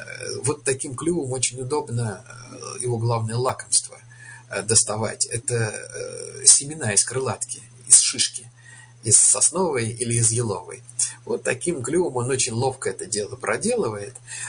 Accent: Moscow, Russia; на Арбате, я там вырос, на Арбате, в арбатских переулках.

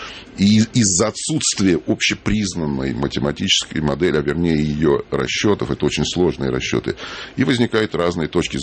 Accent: Moscow, Russia; Мое детство прошло в Москве. Я прожил свое детство в доме, который сейчас занимает музей Шилова. Понятно. На Знаменке.

